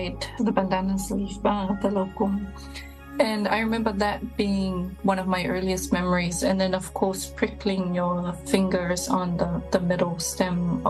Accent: Samoa; Samoans that we just do it. So it was never a question in my mind that even though my children are growing up outside of Samoa, they have their fine mats and they have their siapos that they will pass down to their children.

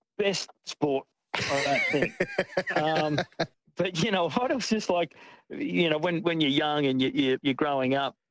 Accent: Queensland, Australia; mum and dad moved down to the sunny coast when I was 6 months old. So all of the life I can remember, the memories start here on the coast

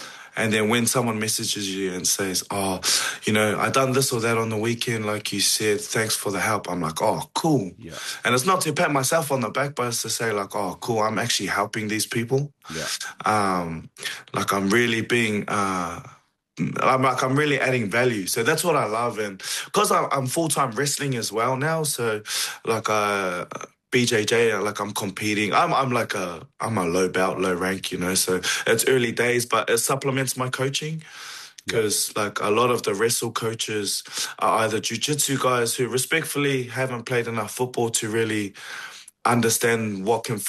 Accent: New Zealand; Like, bro, even sometimes I'm hoping Tonga gets upsets against Kiwi, and I'm Kiwi. But it's because all our boys play for Tonga as well, and they're our twin nation, kind of.

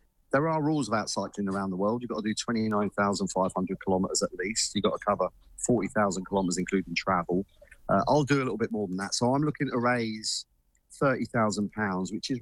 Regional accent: London, United Kingdom; because I'm a Londoner, I like to kind of explore and get around.

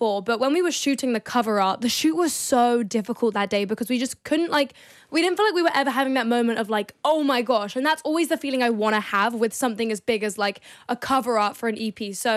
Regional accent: London, United Kingdom; I'm a singer. I'm from London.

